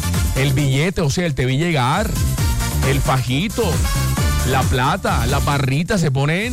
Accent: Caribbean coast, Colombia; moved away; como decimos ahí en mi tierra, en la costa

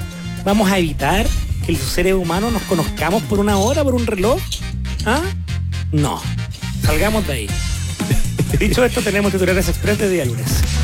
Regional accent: Chile; siendo un chileno promedio

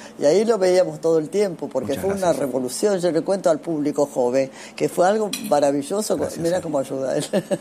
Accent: Villacallá, Santa Fe, Argentina; Soy de Villacallá, provincia de Santa Fe.

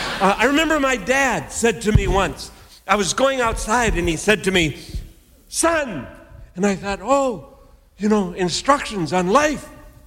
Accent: Virginia, Minnesota, United States; I grew up on the Iron Range, Virginia, Minnesota, 30 below zero for 2 weeks in a row.

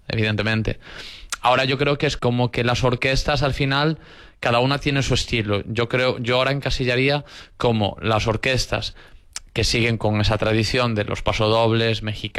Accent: Vilagarcía de Arousa, Galicia, Spain; también me considero de Vilanova, ¿no? Me considero de los dos sitios porque yo he vivido y me he criado en los dos sitios. Tanto en Vilanova como en Villagarcía. Entonces, para mí, realmente, cuando me dicen, ¿de dónde eres? Yo soy de la Ría de Arousa.

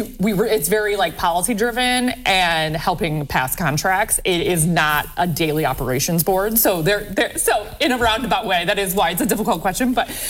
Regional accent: Sylvania, Ohio, United States; now in Toledo, United States; I was born in Toledo. We quickly moved to Sylvania. I was raised in Sylvania, yep. And I went to college at Bowling Green State University, and then I have never left. I am born and raised and live in Toledo, yeah.

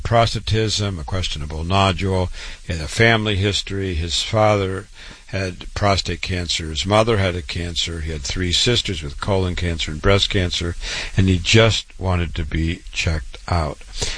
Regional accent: Waterloo, Iowa, United States; born or raised there

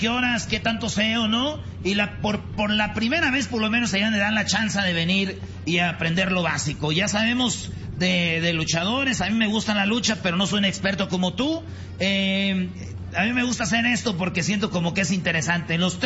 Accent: Michoacán, Mexico; Tú eres de Sonora y me llama la atención, yo soy de Michoacán

